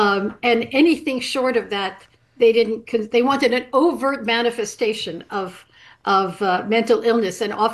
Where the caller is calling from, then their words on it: Martha's Vineyard, Massachusetts, United States; Hello, I'm calling you from Martha's Vineyard.